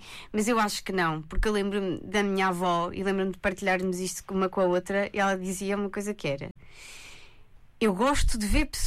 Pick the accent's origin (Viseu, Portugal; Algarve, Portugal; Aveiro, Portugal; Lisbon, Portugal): Viseu, Portugal; Mangualde; moved away as an adult; now in Santa Maria Island, Azores, Portugal; Sou de Mangualde, uma cidade no distrito de Viseu.